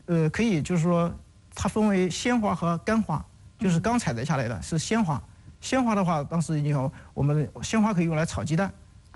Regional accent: Anhui, China; 我们安徽这边

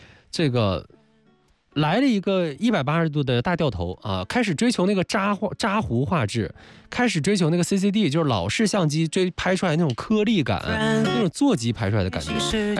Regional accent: Dandong, Liaoning, China; moved away; 我老家丹东那个地方，丹东呢是边境，中朝边境，然后很多地方呢都是什么，都是禁区

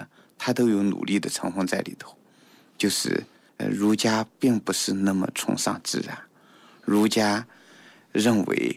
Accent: China; 我们中国人

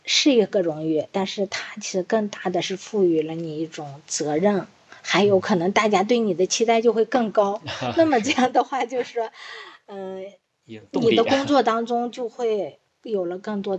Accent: China; 我感觉一定要把果盘子端在我们中国人自己的手里

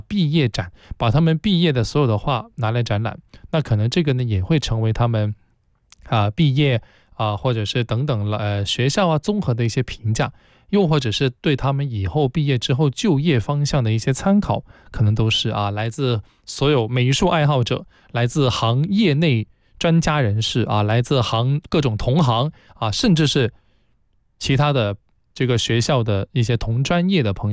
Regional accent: Guangzhou, Guangdong, China; 我们既然住在广州，既然我是广州人啊，既然我们单位也在广州，我们是广东广播电视台

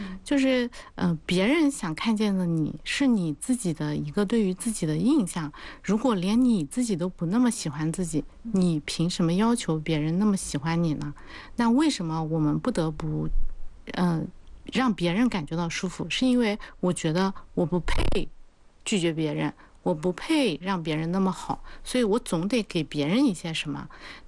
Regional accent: China

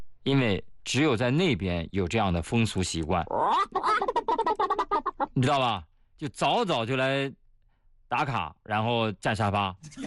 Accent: Shanxi, China; moved away; 就是我老家的山西老陈醋

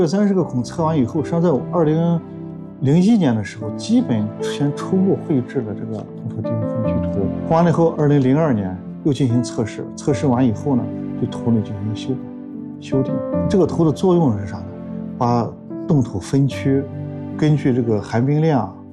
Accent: China; 体现了咱们中国人这个顽强自强这种性格在里边

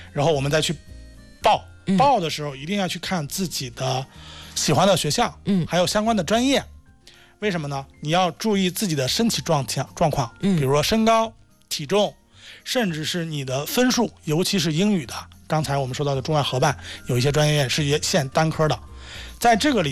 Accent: Hebei, China; 我是河北人，所以就偏北京的啊，

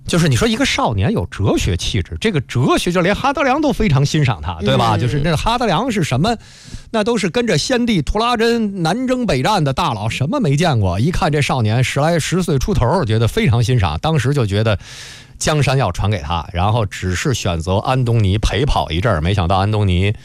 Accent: China; 我们中国人讲

